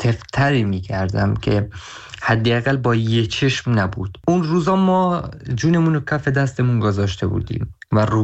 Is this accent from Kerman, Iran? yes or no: no; Saqqez, Kurdistan, Iran; moved away as an adult; یعنی من برای خودم توی هر جای دنیا باشم بازم نمیتونم از شهر خودم سقز دل بکنم.